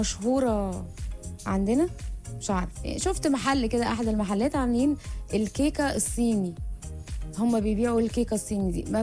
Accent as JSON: {"language": "Arabic", "country": "Egypt"}